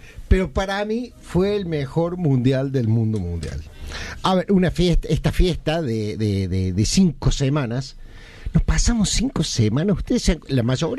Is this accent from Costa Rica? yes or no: no; Argentina; finalmente nos vamos identificando poco a poco como argentinos, con lo bueno, lo malo, somos argentinos. Pues ya no somos hijos de italianos, ya no somos italianos, españoles, originarios, españoles, alemanes, bolivianos.